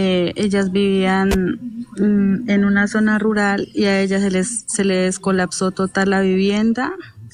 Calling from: La Cumbre, Valle del Cauca, Colombia; De la Cumbre Valle.

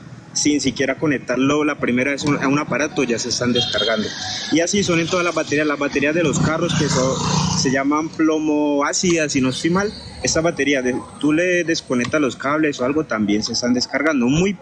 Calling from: Jamundí, Valle del Cauca, Colombia; yo vivo en Jamundí, pero yo trabajo en Cali.

